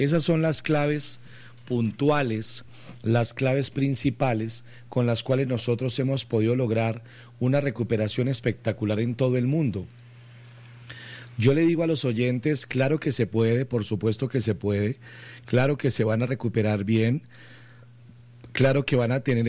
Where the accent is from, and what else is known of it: Colombia